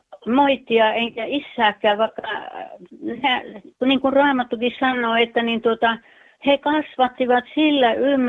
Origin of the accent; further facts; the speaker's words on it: Juuka, North Karelia, Finland; Sieltä Pohjois-Karjalasta Juuasta.